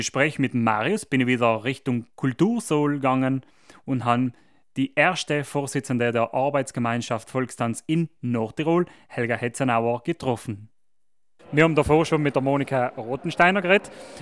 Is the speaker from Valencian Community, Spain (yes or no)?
yes; Valencia, Valencian Community, Spain; moved away; Ich selber stamme ursprünglich aus Valencia in Spanien